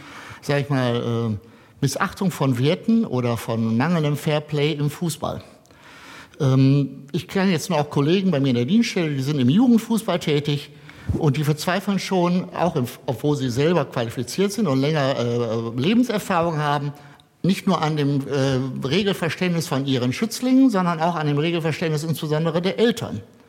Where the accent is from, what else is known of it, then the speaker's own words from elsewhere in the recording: Bielefeld, North Rhine-Westphalia, Germany; Ich bin auch gebürtiger Bielefelder